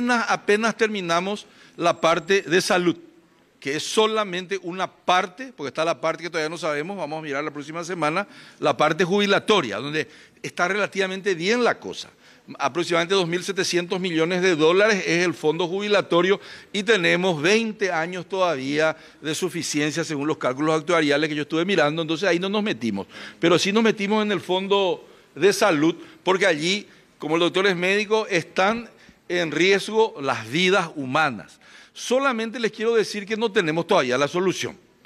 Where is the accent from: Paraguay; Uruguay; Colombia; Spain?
Paraguay; Somos todos paraguayos